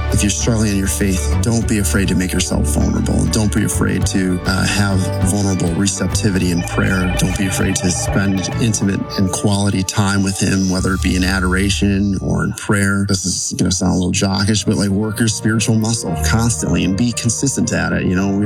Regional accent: Orchard Park, New York, United States; I'm from Orchard Park, New York.

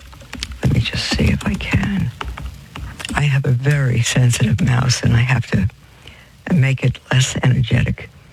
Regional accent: New York, United States; now in Winnsboro, Texas, United States; I'm from New York and brick and concrete, and living on a growing farm.

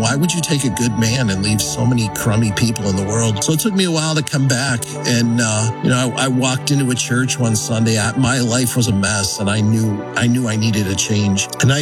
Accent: Marilla, New York, United States; I'm from Marilla, New York.

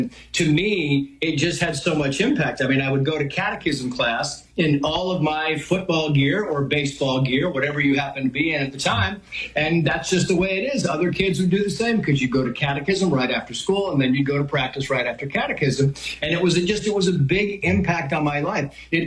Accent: San Diego, California, United States; I mean, we are Irish Catholics. And as you say, I grew up in San Diego. And as a family, you know, I was the youngest of five, and there was quite an age difference.

